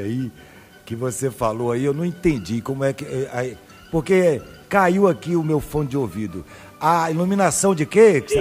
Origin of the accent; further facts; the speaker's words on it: Ceará, Brazil; moved away; Eu sou cearense